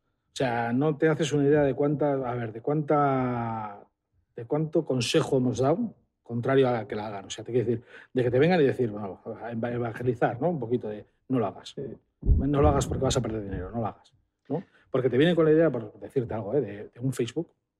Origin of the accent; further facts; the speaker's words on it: Derio, Basque Country, Spain; born there; en mi pueblo, en Derio